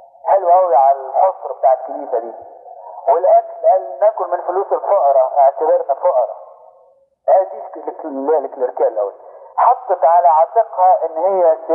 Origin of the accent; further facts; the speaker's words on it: Egypt; انما التاريخ عندنا في مصر هنا يقول